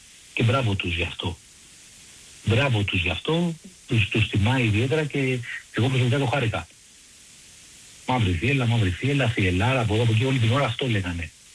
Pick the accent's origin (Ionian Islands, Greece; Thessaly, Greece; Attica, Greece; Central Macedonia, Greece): Attica, Greece; Vyronas; επειδή είμαι από το Βύρονο και είναι γέννημα θέμα.